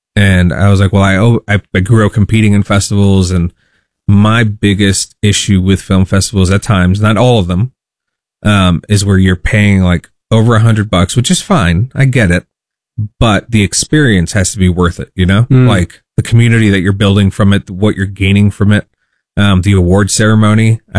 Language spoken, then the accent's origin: English; New York City, New York, United States; moved away as an adult; now in Colorado Springs, United States; Born and raised in New York City. I've been in Colorado for 7 years now. I live in Colorado Springs.